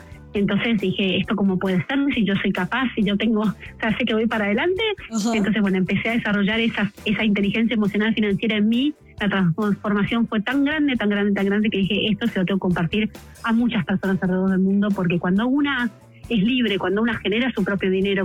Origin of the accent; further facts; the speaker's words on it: Argentina; moved away; also born or lived in England / Chile; yo soy argentina, viví 9 años en Inglaterra y tuvimos a nuestros primeros 2 hijos, después en Chile.